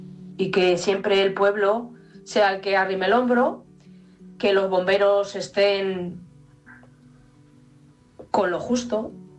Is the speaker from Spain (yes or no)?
yes; Fuenlabrada, Community of Madrid, Spain